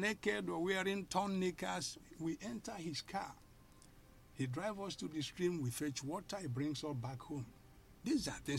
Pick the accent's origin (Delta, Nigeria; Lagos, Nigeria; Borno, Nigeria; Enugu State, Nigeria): Enugu State, Nigeria; Inyi; now in United States; my community, Inyi.